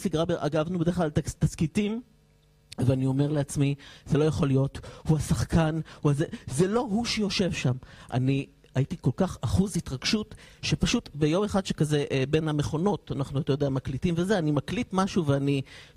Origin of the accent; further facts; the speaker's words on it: Haifa, Haifa District, Israel; אני בחור חיפאי אגב, שמגיע מחיפה, אין לי כזה רקע להיות בתרבות או משהו כזה, אני פשוט כזה פרובינציאל.